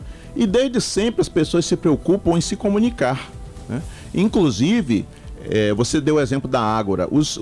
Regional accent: Belém, Pará, Brazil; Eu sou de Belém

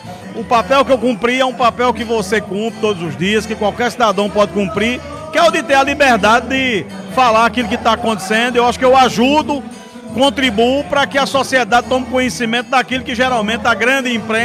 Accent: Paraíba, Brazil; Eu sou paraibano, eu sou daqui.

